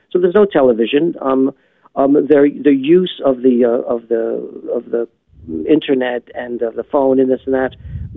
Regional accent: Brooklyn, New York, United States; I'm a city slicker. I'm from Brooklyn.

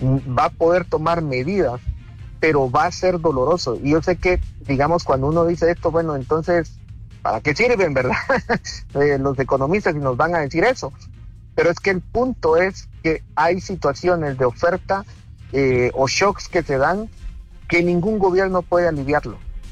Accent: Guatemala; tenemos que comprender como guatemaltecos

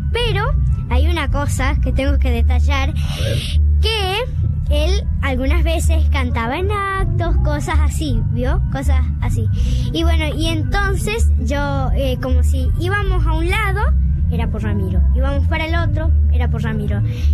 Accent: Formosa, Argentina; Soy de San Martín do Formosa del interior, a 400 kilómetros de acá.

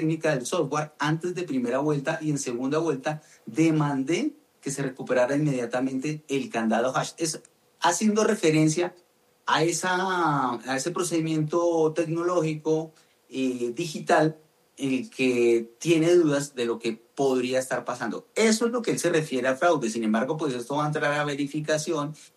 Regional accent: Colombia; por lo menos la percepción que tiene uno como colombiano

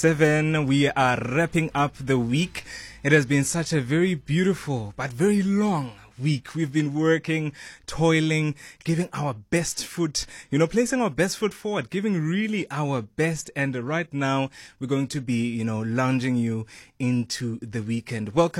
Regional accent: Ekurhuleni, Gauteng, South Africa; I am particularly from Ekurhuleni

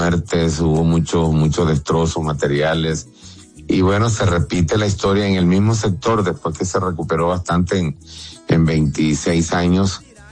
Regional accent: Venezuela; born there; also born or lived in Colombia; yo nací en Venezuela, pero acuérdese que yo tengo doble nacionalidad, yo tengo también nacionalidad colombiana

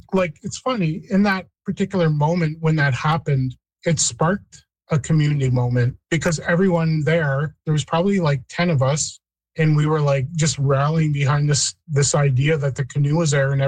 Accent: Walpole Island, Ontario, Canada; growing up on Walpole

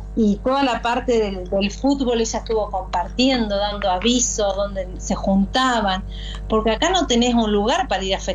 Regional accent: Entre Ríos, Argentina; yo que vengo de Entre Ríos, te podrás imaginar que canciones de hay un chamamé de Concordia que es muy lindo, que a ver

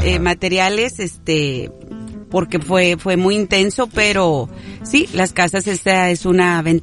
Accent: Zaragoza, Coahuila, Mexico; moved away; hay en mi pueblo tornados. No uno, no dos, tres.

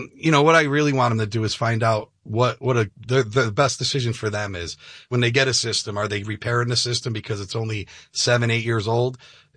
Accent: Connecticut, United States; I'm from Connecticut originally. And when I went to high school, I went to a trade school

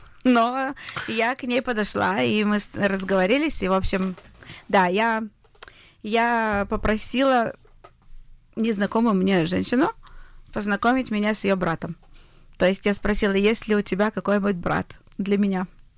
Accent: Israel; moved away as an adult; now in France; я из Израиля, я еврейка

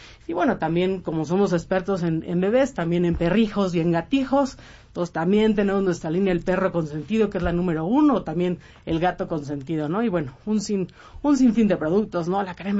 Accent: Mexico; Un orgullo como mexicano

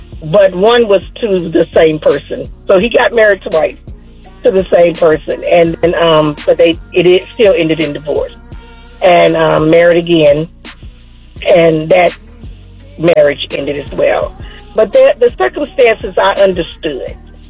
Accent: Virginia, United States; I'm from Virginia.

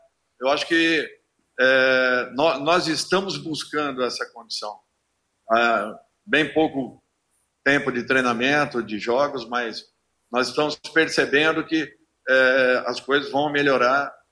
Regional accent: Brazil; Eu sou brasileiro

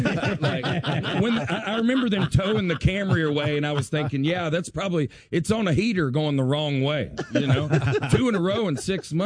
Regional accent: Alabama, United States; now in Nashville, United States; I grew up about 12 miles outside of Huntsville, a great little place

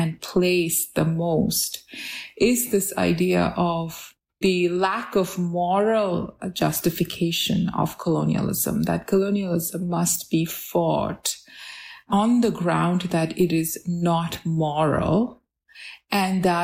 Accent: West Bengal, India; I grew up in Bengal.

